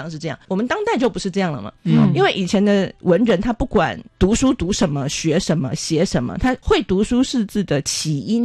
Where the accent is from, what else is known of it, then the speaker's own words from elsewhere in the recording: Taiwan; 我们台湾的文学一直都是在问一个我是谁的问题